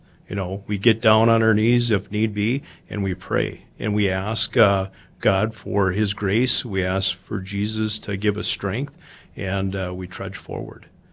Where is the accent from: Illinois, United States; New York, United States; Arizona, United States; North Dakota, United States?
North Dakota, United States; Grand Forks; now in Fargo, United States; born and raised in Grand Forks, North Dakota, coming from parents that grew up on farm families north of Devil's Lake.